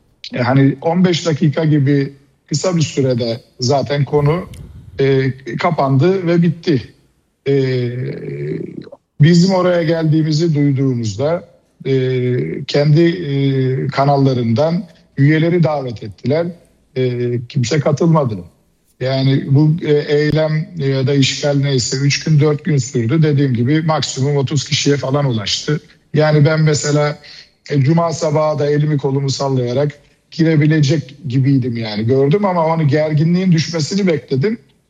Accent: Izmir, İzmir, Turkey; Evet, şimdi ben doğma büyüme İzmirliyim.

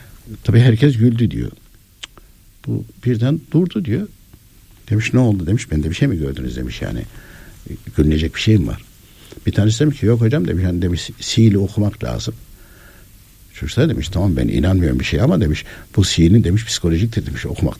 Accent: Konya, Turkey; ben de kendim Konyalıyım.

